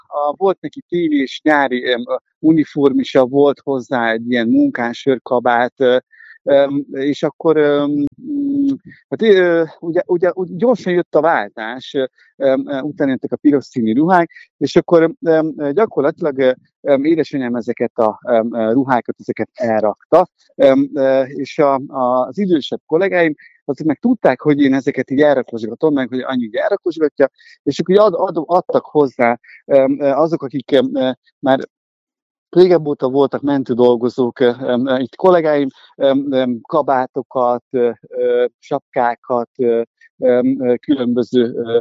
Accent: Orosháza, Békés, Hungary; Valóban én Orosházi vagyok, és én 1993-ban kezdtem el dolgozni a mentőszolgálatnál.

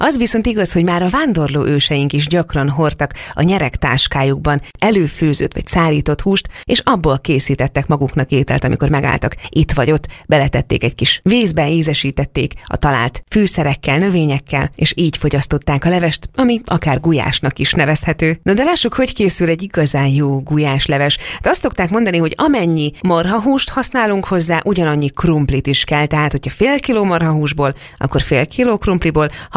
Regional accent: Hungary

